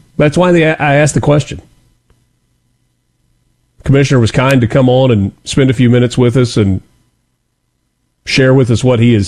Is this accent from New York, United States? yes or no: no; Oxford, Mississippi, United States; Maybe closer to 400 miles north of Ocean Springs in Oxford, which is my hometown.